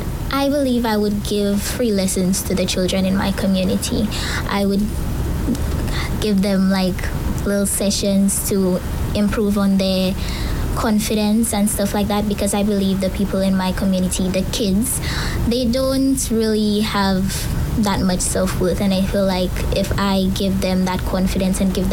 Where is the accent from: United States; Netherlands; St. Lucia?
St. Lucia; Marigold; Well, I was born and raised in Marigold.